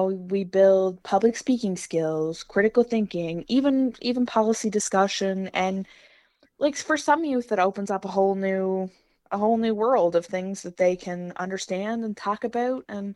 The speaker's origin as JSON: {"language": "English", "region": "Newfoundland and Labrador", "country": "Canada", "tie": "born or raised there", "said": "So, I was like born and raised in Labrador West, so it's definitely been a big part of my life."}